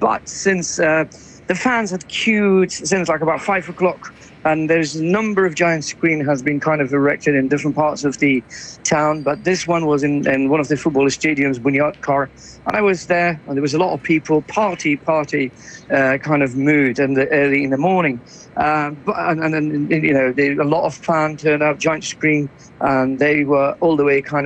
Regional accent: London, United Kingdom; And that's the reason I am here from London as well, to just kind of see the football fans

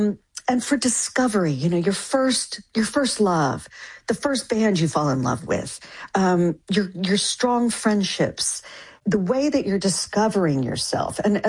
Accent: Denton, Texas, United States; fictionalized account of my hometown, which is Denton, Texas. But when I lived there, you know, it was very small.

